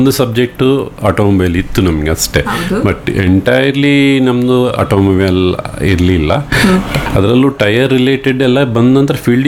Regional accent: Kudumallige, Karnataka, India; ನಾನು ಮೂಲತಃ ಕುಡುಮಲ್ಲಿಗೆ, ತೀರ್ಥಹಳ್ಳಿ ತಾಲೂಕು, ಇಲ್ಲಿಂದ 50 ಕಿಲೋಮೀಟರ್.

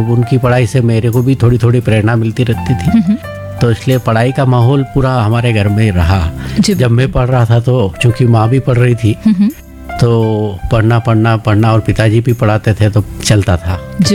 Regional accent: Ujjain, Madhya Pradesh, India; now in Udaipur, India; और मैं मूलतः उज्जैन शहर का रहने वाला हूँ।

